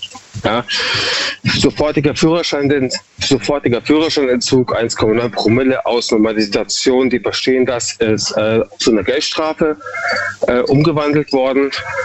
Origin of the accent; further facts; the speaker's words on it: Freiburg, Baden-Württemberg, Germany; Ich bin aus Freiburg.